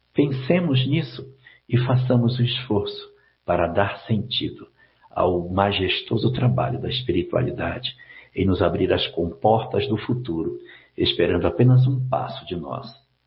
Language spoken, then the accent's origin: Portuguese; Cacoal, Rondônia, Brazil; Eita, é da minha terra!